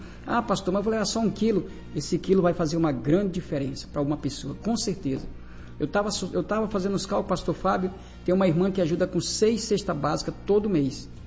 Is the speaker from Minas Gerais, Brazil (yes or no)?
no; Amazonas, Brazil; E olha que eu sou do estado do Amazonas, mas eu gosto muito de carne, né?